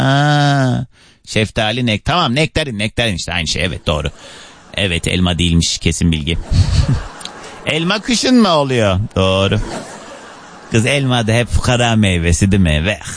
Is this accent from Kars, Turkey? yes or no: yes; Kars, Turkey; Karslıyım ben.